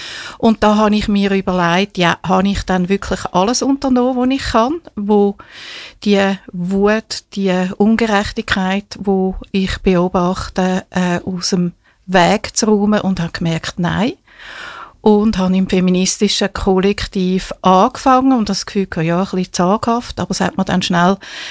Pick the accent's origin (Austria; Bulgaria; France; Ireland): Ireland; now in Winterthur, Switzerland; Also ich bin Irin, ich bin 62, wohne fast schon mein ganzes Leben lang hier in Winterthur.